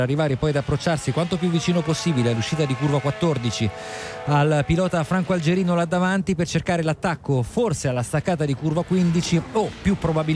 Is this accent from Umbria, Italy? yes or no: yes; Umbria, Italy; accent: Umbrian dialect; così lo chiamiamo noi nel nostro dialetto umbro